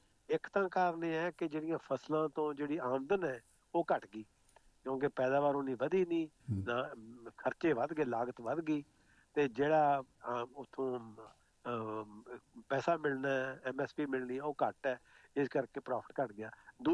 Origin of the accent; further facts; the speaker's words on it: Punjab, India; ਮੈਂ ਵੀ ਗੌਰਮੈਂਟ ਸਕੂਲਾਂ 'ਚ ਪੜ੍ਹਿਆ ਅਤੇ ਮੈਂ ਦੇਖੋ ਜੀ ਸਾਡੇ ਪਿੰਡ ਦੇ ਨੇੜੇ ਸੀ ਤਖੜਾ ਪਿੰਡ, ਉੱਥੇ ਮੈਂ 8ਵੀਂ 'ਚ ਪੜ੍ਹਦਾ ਸੀ ਅਤੇ ਮੈਂ ਸਾਰੇ ਜ਼ਿਲ੍ਹੇ 'ਚ ਸੈਕਿੰਡ ਆਇਆ ਸੀ